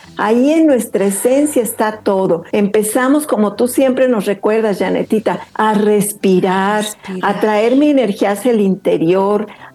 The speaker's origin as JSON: {"language": "Spanish", "region": "Jalisco", "country": "Mexico", "moved": "yes", "said": "Creo que eso es muy de mi tierra, de Jalisco"}